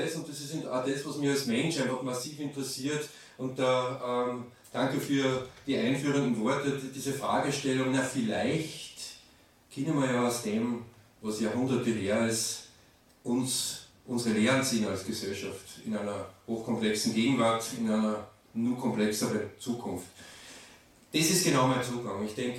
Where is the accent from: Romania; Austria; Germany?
Austria; Aigen-Schlägl, Upper Austria; dass dort, wo ich herkomme, aus Eigenschlägel, Nebenerwerbsbauern sind